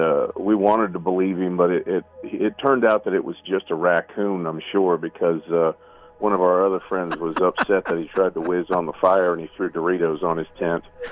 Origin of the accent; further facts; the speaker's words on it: Florida, United States; I'm from Southwest Florida and lived here my whole life. My family's from here.